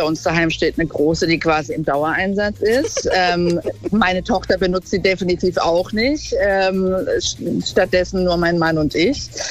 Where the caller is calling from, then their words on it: Eggenstein, Baden-Württemberg, Germany; Aus Eggenstein.